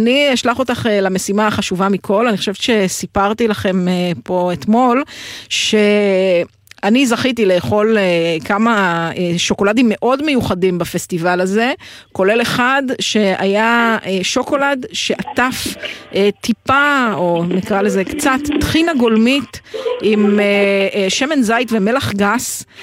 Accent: Jezreel Valley, Northern District, Israel; אני משם, אני מעמק ישראל, איך אני יכולה שזה לא יהיה נצרת?

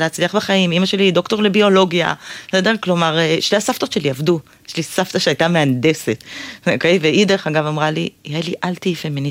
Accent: West Bank, Palestine; אז גדלתי בציונות הדתית ביישוב בגוש הציון, שהיה יישוב בהרבה מובנים מאוד ליברלי

